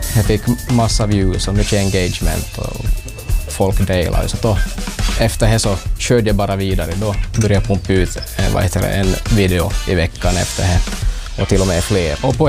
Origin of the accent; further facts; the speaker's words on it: Ytteresse, Ostrobothnia, Finland; Så här började jag göra då hemma i Ytteresse vid familjehemmet i Pandrymi.